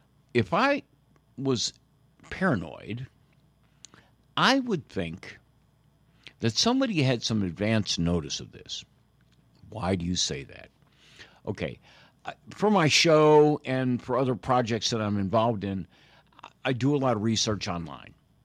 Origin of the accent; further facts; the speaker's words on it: Chicago, Illinois, United States; I grew up in Chicago.